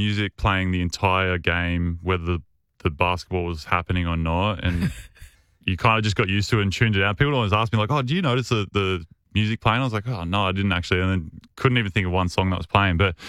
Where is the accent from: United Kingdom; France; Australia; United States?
Australia; New South Wales; born or raised there